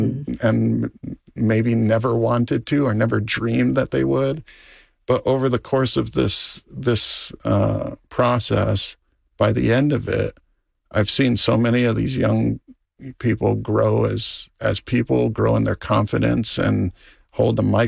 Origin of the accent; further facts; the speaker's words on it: Maui, Hawaii, United States; When I was growing up on Maui and I had this passion for filmmaking, I didn't know anybody who did it.